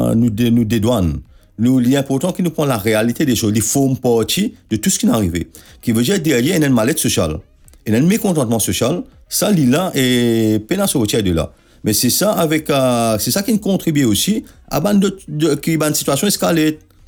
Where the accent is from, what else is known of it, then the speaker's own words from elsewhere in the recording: Mauritius; Mais en tant que Mauricien, en tant que citoyen, moi, je n'ai pas le droit de laisser mon pays brûler.